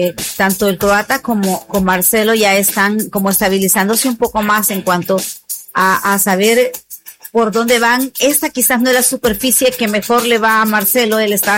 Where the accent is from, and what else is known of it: El Salvador